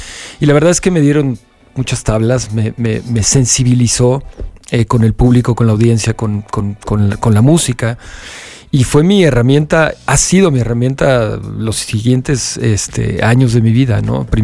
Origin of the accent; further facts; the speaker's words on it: Mexico; la letra es perfecta para lo que queremos como mexicanos decir y sentir.